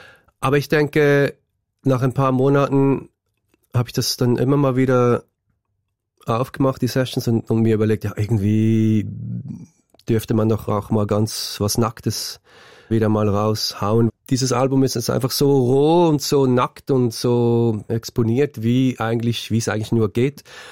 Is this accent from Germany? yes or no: no; Switzerland; moved away as an adult; also born or lived in New York; now in Los Angeles, United States; Also verwurzelt bin ich schon vor allem hier, also in der Schweiz, obwohl ich mit 19 ausgewandert bin jetzt schlussendlich.